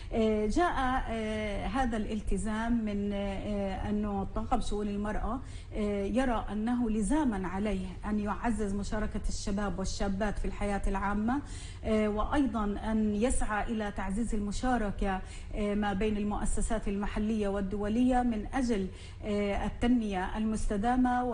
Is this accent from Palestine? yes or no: yes; Palestine; نحن كفلسطينيين